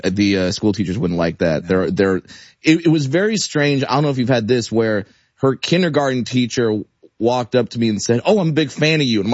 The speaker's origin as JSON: {"language": "English", "region": "California", "country": "United States", "tie": "born or raised there", "said": "And growing up in Orange County, about a 75% chance of getting that one right."}